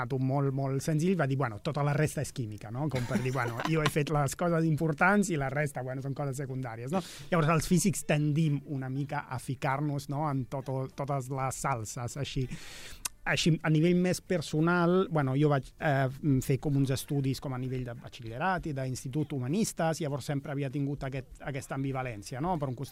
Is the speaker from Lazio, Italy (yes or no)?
yes; Rome, Lazio, Italy; moved away as an adult; now in Barcelona, Spain; vaig néixer a Roma i m'he format allí, m'he educat allà, m'he llicenciat en física a Roma i vaig venir a fer el doctorat a Barcelona justament l'any 2003